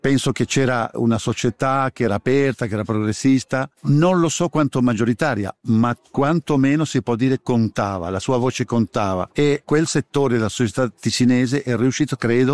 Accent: Chile; Italian is a second language; moved away; Ciò che io ho vissuto come cileno, come rifugiato, come simpatizzante al governo d'Allende

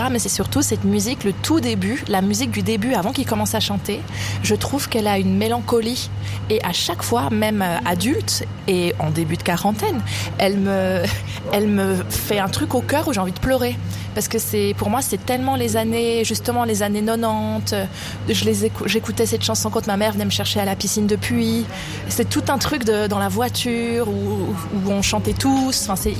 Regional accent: Switzerland; now in Paris, France; Comme on dit nous en Suisse

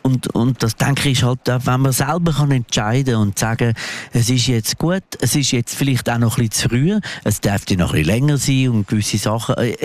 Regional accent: Zurich, Switzerland; accent: Zurich German; also born or lived in Glarus; Nein, man muss ganz klar wissen, wo seine Wurzeln sind. Meine Wurzeln sind, man hört es an meiner Schnur an, in der Stadt Zürich. Ursprünglich bin ich Glarner, aber ich bin sehr, sehr lange da.

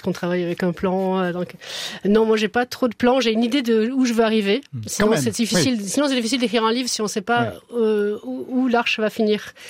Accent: Montpellier, Occitanie, France; born there

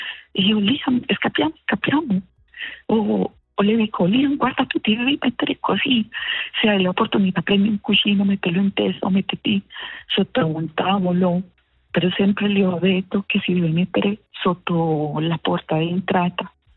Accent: Pereira, Risaralda, Colombia; moved away as an adult; also born or lived in Switzerland; now in Medellín, Colombia; io sono nata proprio nella città di Pereira, in questo momento abitiamo a Medellín. Pereira è una zona completamente sismica. Io sono nata e cresciuta fino a che sono partita per l'Europa a 18-19 anni.

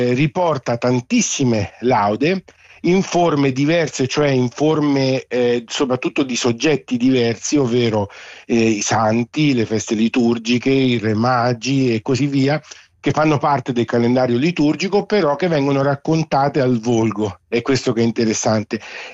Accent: Umbria, Italy; accent: central Italian (Umbrian); dal mio accento immagino si capisca perché, vivendo nel centro d'Italia, in Umbria

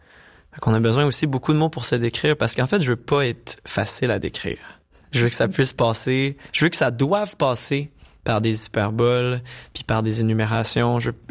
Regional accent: Saint-Hyacinthe, Quebec, Canada; je viens de Saint-Hyacinthe au Québec, au Canada.

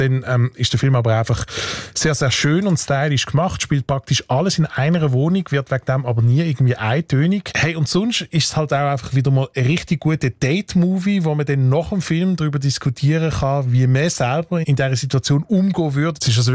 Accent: Switzerland; auch bei uns in der Schweiz.

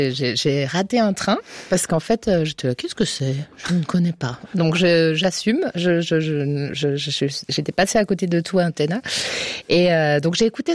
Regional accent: Romandy, Switzerland; autant des fois on l'aime pas trop en tant que suisse roman dans la vie courante, mais elle a une musicalité qui est très très belle.

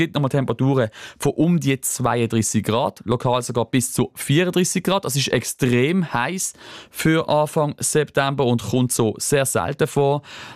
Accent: Romandy, Switzerland; Ich denke beispielsweise gerade an meine Heimat, dort nach Westschweiz

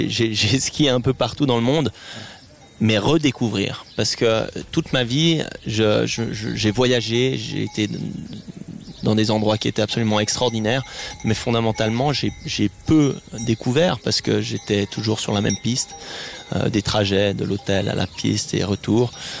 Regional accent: Vaud, Switzerland; born there; Je suis évidemment originaire de la vallée de Joux

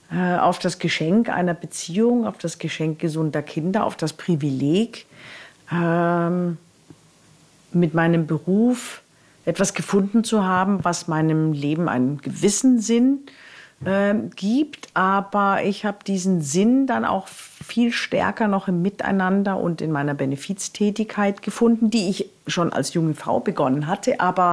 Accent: Romania; die ich in Rumänien aufgebaut habe, mit den Häusern für Menschen mit besonderen Bedürfnissen in meiner Heimatstadt

